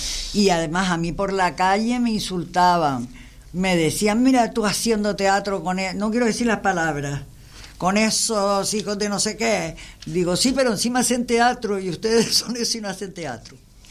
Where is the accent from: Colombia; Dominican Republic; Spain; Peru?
Spain; Canary Islands; soy canaria.